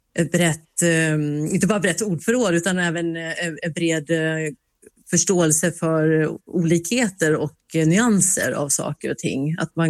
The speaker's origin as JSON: {"language": "Swedish", "country": "Sweden", "tie": "born or raised there"}